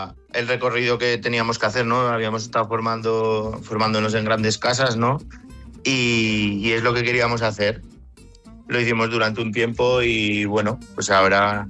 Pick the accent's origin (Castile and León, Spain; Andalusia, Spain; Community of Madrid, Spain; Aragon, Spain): Aragon, Spain; principalmente por el hecho de que yo soy de aquí, del Valle, y tenía este local mirado hace mucho tiempo, ¿no?